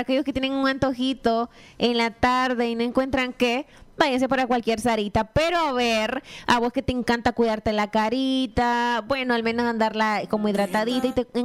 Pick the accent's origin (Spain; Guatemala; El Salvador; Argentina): El Salvador; soy salvadoreña